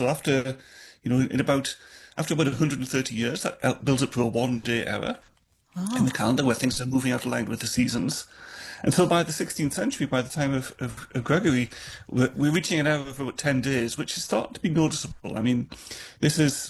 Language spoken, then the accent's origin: English; United Kingdom; I'm originally British, so I feel no allegiance